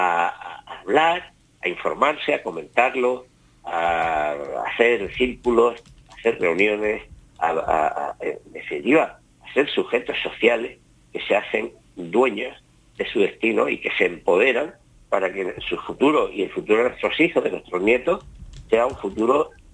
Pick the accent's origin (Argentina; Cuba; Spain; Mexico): Spain; o sea, somos españoles de mal, ¿no?